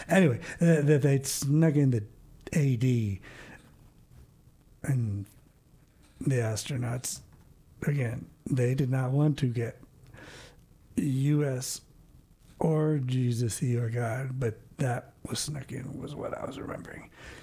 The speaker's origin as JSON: {"language": "English", "town": "Baltimore", "region": "Maryland", "country": "United States", "tie": "born or raised there", "moved": "yes", "lives_now": "Madrid, United States", "said": "I grew up in Baltimore public schools"}